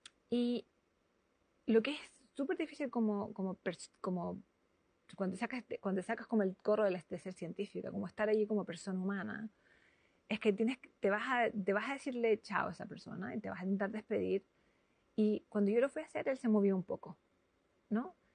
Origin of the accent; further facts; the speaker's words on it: Chile; now in Bochum, Germany; Yo soy chilena.